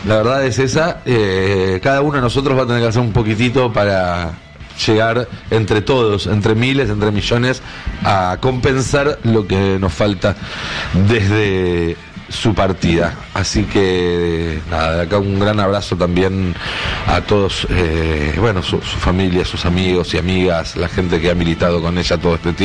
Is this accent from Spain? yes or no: no; Argentina